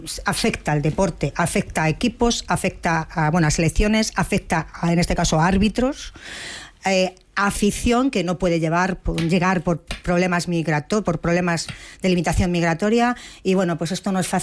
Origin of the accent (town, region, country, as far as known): Spain